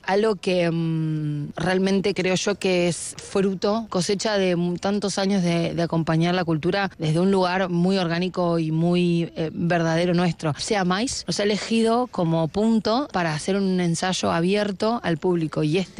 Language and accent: Spanish; Argentina; moved away as an adult; now in Spain; somos argentinos emigrando, volviendo un poco a la tierra de nuestros abuelos, un poco no del todo